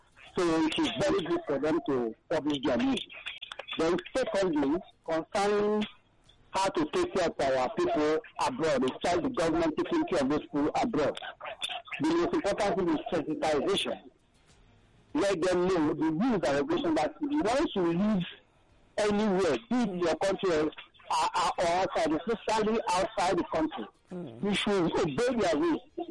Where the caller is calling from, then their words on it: Abuja, Federal Capital Territory, Nigeria; I'm calling from Abuja.